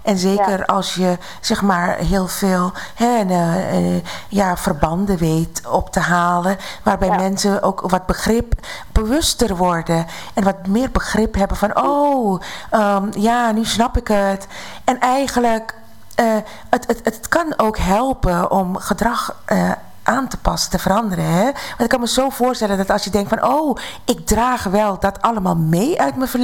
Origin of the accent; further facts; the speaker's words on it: Suriname; Ik ben dus ook ergens ik ben in Suriname opgegroeid. Tussen alle bevolkingsgroepen.